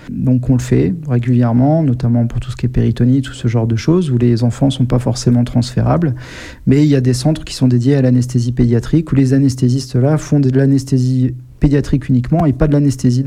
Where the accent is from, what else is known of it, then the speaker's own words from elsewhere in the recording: Amiens, Hauts-de-France, France; Donc moi, je suis originaire d'Amiens, donc j'avais passé le concours de première année à la fac d'Amiens.